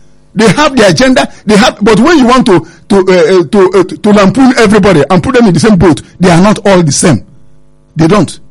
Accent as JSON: {"language": "English", "country": "Nigeria", "said": "I'm a Nigerian."}